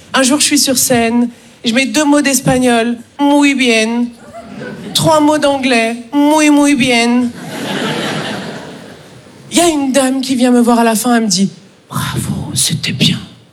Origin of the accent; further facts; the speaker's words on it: Paris, Île-de-France, France; Les amis, moi, je viens de Paris.